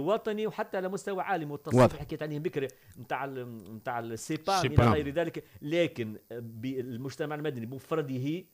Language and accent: Arabic; Algeria; والواحات ليست حكر لتونس، راهي عندنا في الجزائر